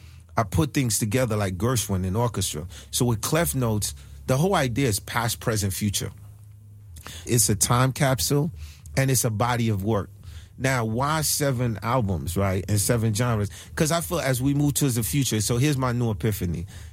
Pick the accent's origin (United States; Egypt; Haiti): Haiti; moved away; I'm from Haiti next to Cuba.